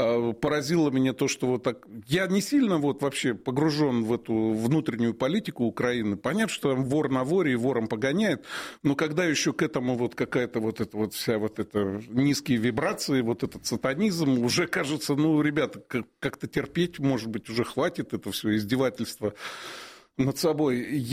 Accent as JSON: {"language": "Russian", "region": "Siberia", "country": "Russia", "tie": "born or raised there", "said": "Ермак – это вот я из Сибири родом, и Ермак Тимофеевич, значит, как-то открывал эту Сибирь"}